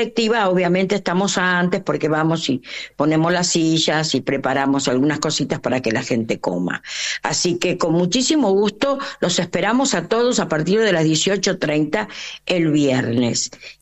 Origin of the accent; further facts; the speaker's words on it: Argentina; born there; Yo soy argentina hasta la médula, porque nací en la Argentina, pero yo no puedo negar que tengo sangre caboverdiana.